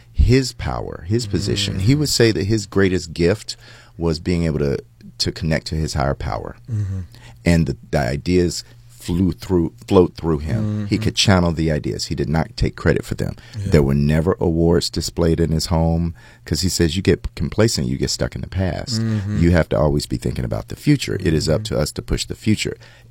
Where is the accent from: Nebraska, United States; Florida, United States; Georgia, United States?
Georgia, United States; Atlanta; well, so pleased to meet you. … I'm from Atlanta, Georgia.